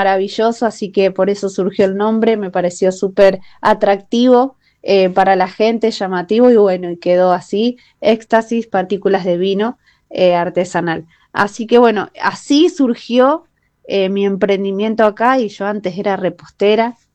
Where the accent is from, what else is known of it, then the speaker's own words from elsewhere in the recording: Santa Fe, Argentina; born there; now in Cañada Seca, Argentina; soy de Cañada Seca, nacida en Santa Fe, hace un poco más de 3 años estoy viviendo acá, en Cañada Seca, en un lugar súper rural, súper lindo.